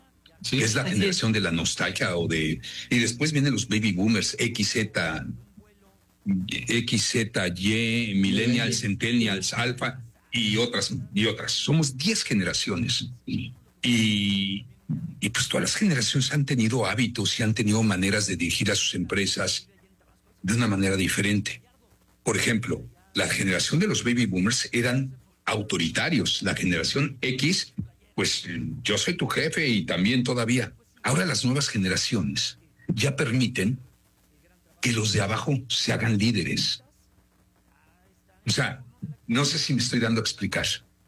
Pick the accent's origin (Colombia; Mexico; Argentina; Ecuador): Mexico